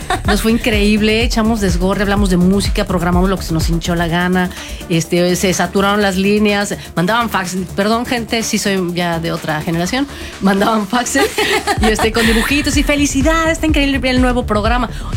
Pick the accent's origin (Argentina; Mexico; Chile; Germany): Mexico; Pachuca, Hidalgo; En Tulancingo, yo soy de Pachuca, soy hidalguense.